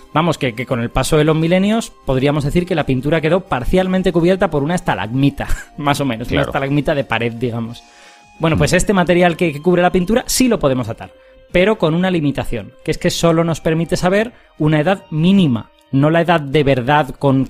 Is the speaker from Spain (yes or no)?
yes; Spain